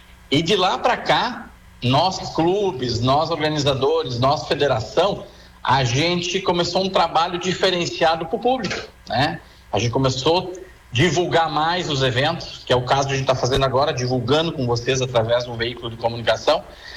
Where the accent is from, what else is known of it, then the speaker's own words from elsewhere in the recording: Guaporé, Rio Grande do Sul, Brazil; born there; Sim, na verdade, assim, eu nasci em Guaporé, né? Eu acompanhei toda a minha trajetória no automobilismo, ela veio aqui da cidade.